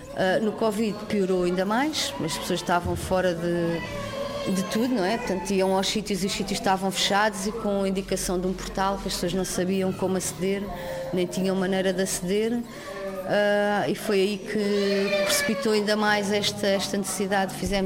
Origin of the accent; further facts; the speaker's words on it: Almada, Setúbal, Portugal; born there; Nasci em Almada.